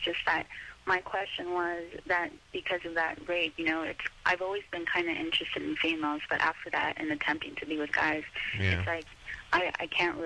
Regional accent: Los Angeles, California, United States; moved away; I'm originally from California, L.A.

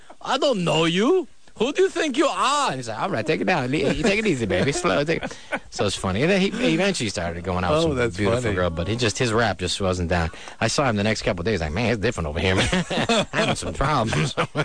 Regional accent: San Francisco, California, United States; I grew up in San Francisco.

